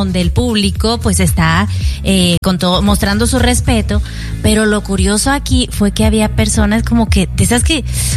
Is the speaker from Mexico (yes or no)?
yes; Mexico; Yo, como mexicana